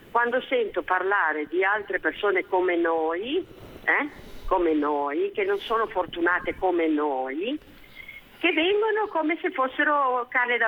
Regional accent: Genoa, Liguria, Italy; Ma non noi perché siamo bianchi e siamo di Genova e siamo

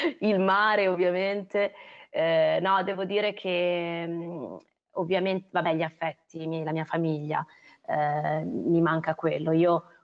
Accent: Pra', Liguria, Italy; Io peraltro sono originaria di Pra, perché i miei genitori abitano a Pra

